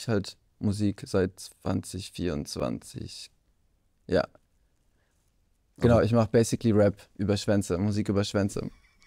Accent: Freiburg, Baden-Württemberg, Germany; now in Berlin, Germany; Ich komme eigentlich aus Freiburg, bin nach Berlin gezogen

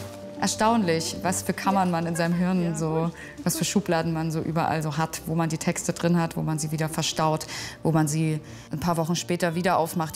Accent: Dresden, Saxony, Germany; ich bin 31 Jahre alt. Ich komme aus Dresden, gerade Beul.

